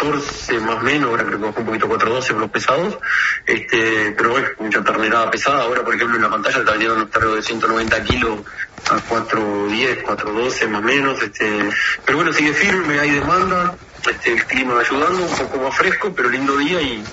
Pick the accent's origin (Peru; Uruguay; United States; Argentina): Uruguay; la verdad que nos orgullece como uruguayo